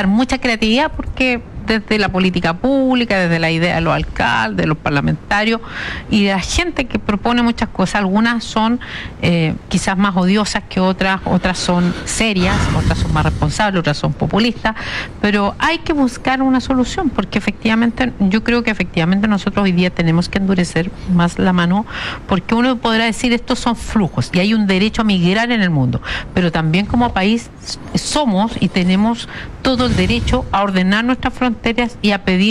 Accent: Biobío, Chile; Ya yo soy de Biobío y tenemos migración mucho más en Los Ángeles

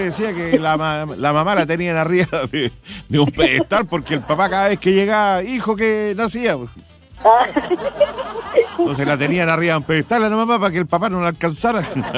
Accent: Quirihue, Ñuble, Chile; Mi abuelito allá en el campo de Quirihue, sí, yo les he contado, yo soy de Quirihue. De Quirihue he venido con mis dichos y decires.

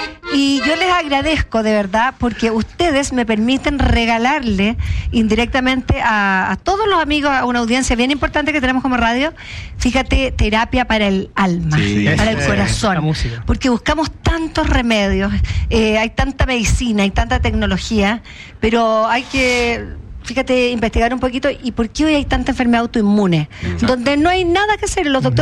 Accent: Chile; Y tú, a todo, porque soy un chileno

